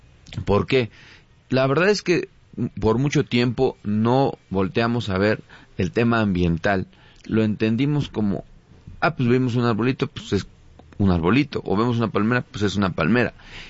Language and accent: Spanish; Mexico; nosotros como mexicanos, claro. Mexicanas, nos gusta mucho el fútbol